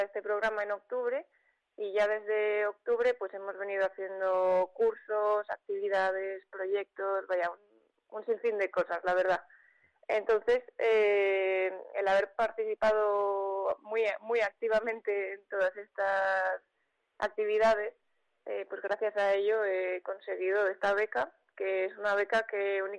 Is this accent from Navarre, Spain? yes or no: yes; Navarre, Spain; now in Soria, Spain; No, yo soy de Navarra.